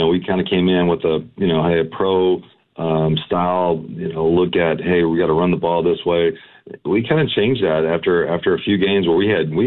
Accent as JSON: {"language": "English", "town": "Louisville", "region": "Kentucky", "country": "United States", "tie": "born or raised there", "said": "this is my city, you know. So I grew up in Louisville. So if I win or I lose, I'm still going to live in that city."}